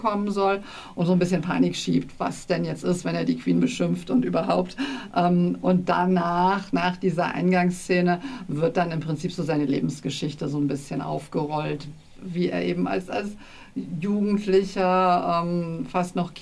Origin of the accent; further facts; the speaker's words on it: Aachen, North Rhine-Westphalia, Germany; und eben seit neuestem auch in Aachen, meiner Heimatstadt.